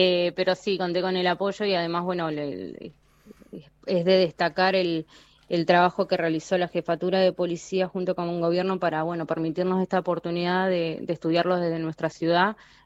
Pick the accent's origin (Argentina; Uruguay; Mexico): Argentina; Río Grande, Tierra del Fuego; Yo soy fueguina, soy nacida acá, mi mamá es nacida acá, soy criada en Río Grande, formada profesionalmente acá en Río Grande